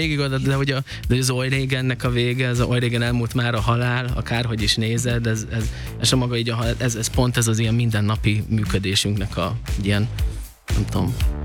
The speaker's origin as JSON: {"language": "Hungarian", "region": "Budapest", "country": "Hungary", "said": "Zuglóba, én zuglói vagyok, én nagyon sok helyen éltem életem során, és Zugló az a legfixebb, és ott lakom most már a legrégebb óta, szóval azt mondanám, hogy zuglói vagyok."}